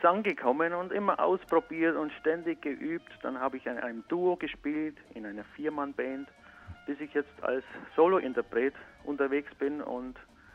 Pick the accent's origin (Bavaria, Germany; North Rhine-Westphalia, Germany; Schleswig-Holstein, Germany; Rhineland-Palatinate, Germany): Bavaria, Germany; Neu-Ulm; Ich komme aus Bayern, ja, aus dem bayerischen Teil von Ulm, aus Neu-Ulm.